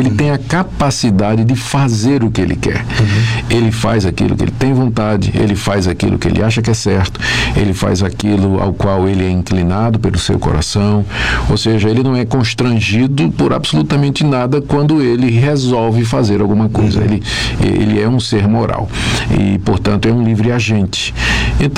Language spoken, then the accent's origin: Portuguese; Recife, Pernambuco, Brazil; A cidade onde eu cresci.